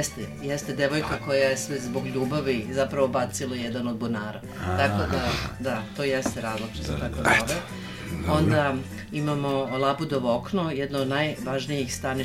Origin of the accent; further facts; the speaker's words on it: Vojvodina, Serbia; Pre svega, to je možda malo, da kažem, lično, jer ja sam iz Vojvodine.